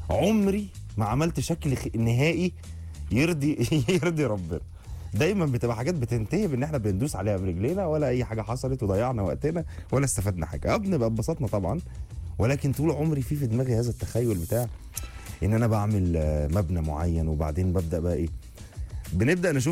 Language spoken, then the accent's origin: Arabic; Alexandria, Alexandria Governorate, Egypt; انا من اسكندريه، فالبحر بالنسبه لي ليه ذكريات كتيره.